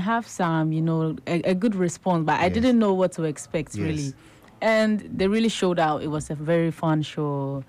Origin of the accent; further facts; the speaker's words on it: Ghana; As Ghanaian artists